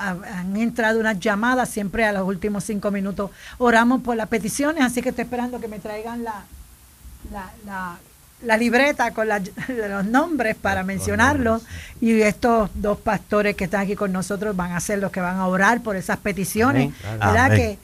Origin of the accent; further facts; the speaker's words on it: Sabana Grande, Puerto Rico; Yo soy sabaneña, aunque voy a la iglesia de la Plata, pero yo soy sabaneña también